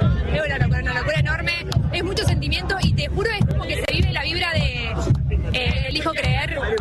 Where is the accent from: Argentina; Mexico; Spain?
Argentina; Monte Maíz, Córdoba; now in -